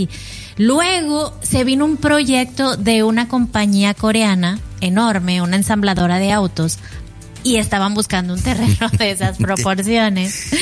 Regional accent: Nuevo León, Mexico; del estado del que yo soy, de Nuevo León, había una zona así súper rural

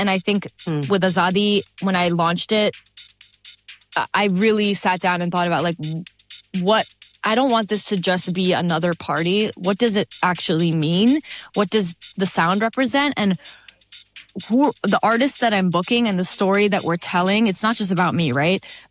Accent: Lahore, Punjab, Pakistan; moved away; the neighborhood I grew up in Lahore, Pakistan.

